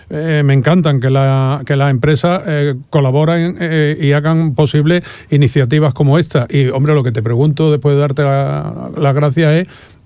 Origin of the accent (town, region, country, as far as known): Málaga province, Andalusia, Spain